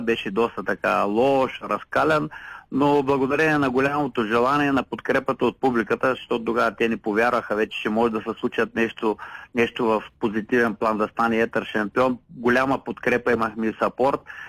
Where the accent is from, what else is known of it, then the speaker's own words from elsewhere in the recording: Shumen, Shumen Province, Bulgaria; с отбора на родния ми град Шумен